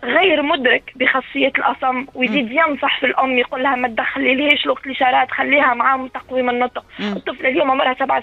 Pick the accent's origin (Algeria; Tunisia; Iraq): Tunisia; moved away as an adult; now in France; معناها ذهلت مدام اللي أنا تونسية،